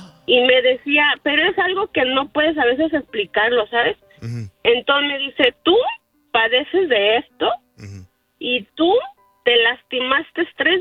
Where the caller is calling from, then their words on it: Uruapan, Michoacán, Mexico; yo soy de Uruapan.